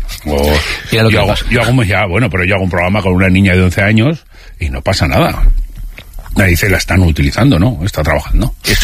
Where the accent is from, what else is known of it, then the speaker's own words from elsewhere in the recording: Zaragoza, Aragon, Spain; Ahí me has tocado, soy de Zaragoza.